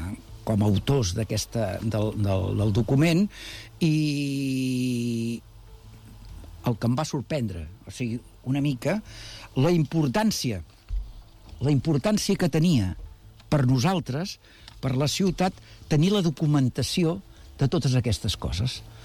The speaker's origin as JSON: {"language": "Catalan", "town": "Badalona", "region": "Catalonia", "country": "Spain", "said": "però com a badaloní i la gent de Canyet no podrà regar els horts"}